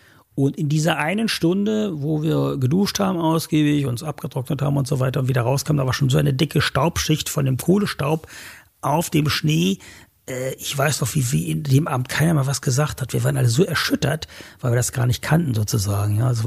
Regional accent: Wieblitz, Saxony-Anhalt, Germany; born or raised there

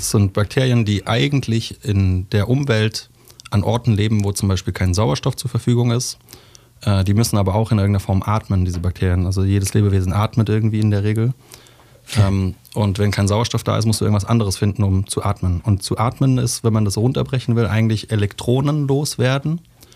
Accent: Baden-Württemberg, Germany; ich bin in Oberschwaben aufgewachsen.

